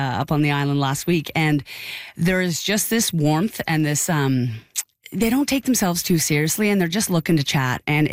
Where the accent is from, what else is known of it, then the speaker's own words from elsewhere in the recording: Dartmouth, Nova Scotia, Canada; now in Toronto, Canada; You know, I've been in Toronto now for, living in Toronto for 12 years, and I'm from Dartmouth, Nova Scotia.